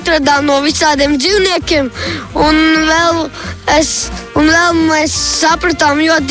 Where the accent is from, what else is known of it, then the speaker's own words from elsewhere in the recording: Liepāja, Kurzeme, Latvia; No Liepājas katru pamatskolas mēs esam